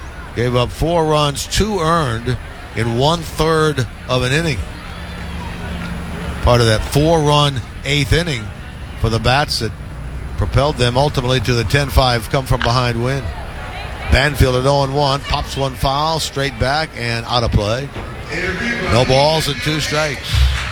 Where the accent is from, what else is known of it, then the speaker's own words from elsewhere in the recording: Peoria, Illinois, United States; moved away; growing up in Peoria, Springfield is an hour and a half away